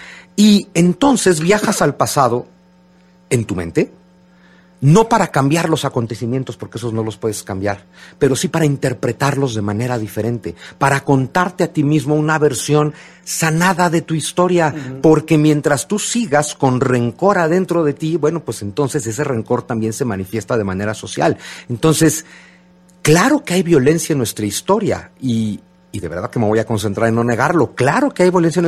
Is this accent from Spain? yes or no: no; Mexico; todos los que vivimos hoy en México, todos los que hoy somos mexicanos, somos producto de este proceso histórico.